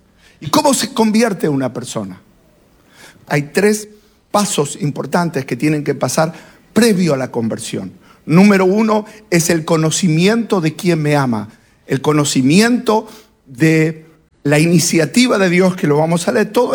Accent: Argentina; Yo me crié en un país religioso como Argentina

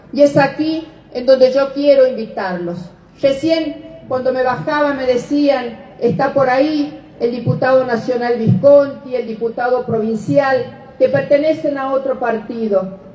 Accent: La Rioja, Argentina; somos riojanos y riojanas

